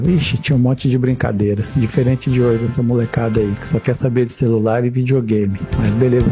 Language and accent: Portuguese; Ribeirão Preto, São Paulo, Brazil; Sou do interior de São Paulo, de Ribeirão Preto. Lá a gente fazia muita coisa.